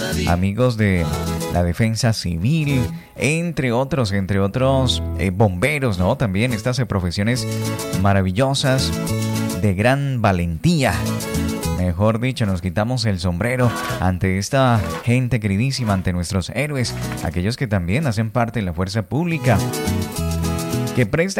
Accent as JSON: {"language": "Spanish", "country": "Colombia"}